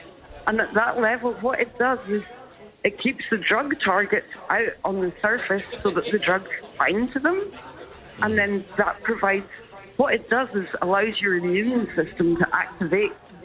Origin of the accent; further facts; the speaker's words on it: Scotland, United Kingdom; also born or lived in Adelaide, South Australia; now in Queensland, Australia; I was actually born in Adelaide, South Australia. I was raised in the north of Scotland, so I'm an Australian with this accent.